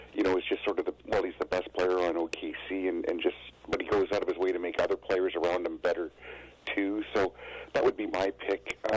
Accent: Canada; just being Canadian, I guess I'd be biased to see SGA win it.

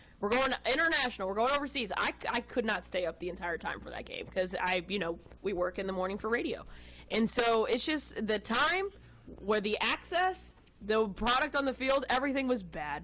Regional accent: Austin, Texas, United States; Well, because I'm from the great state of Texas, I'm from Austin

